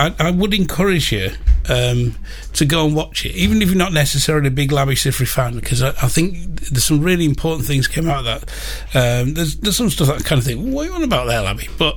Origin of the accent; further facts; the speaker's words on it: United Kingdom